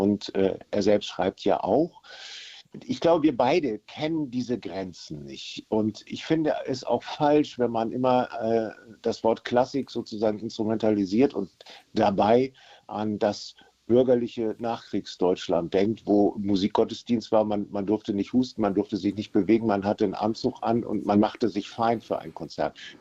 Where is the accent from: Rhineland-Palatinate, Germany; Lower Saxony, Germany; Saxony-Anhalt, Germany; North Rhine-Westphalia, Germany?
Lower Saxony, Germany; Cuxhaven; also born or lived in Hamburg; weil ich bin hier aufgewachsen, als Hamburger, aber in Cuxhaven aufgewachsen